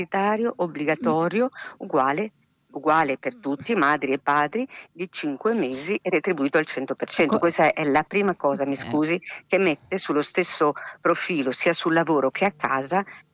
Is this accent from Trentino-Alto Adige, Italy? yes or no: no; Emilia-Romagna, Italy; ma faccio quell'esempio perché sono dell'Emilia Romagna